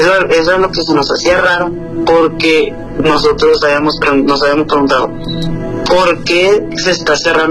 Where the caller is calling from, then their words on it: Hermosillo, Sonora, Mexico; Desde Hermosillo, Sonora.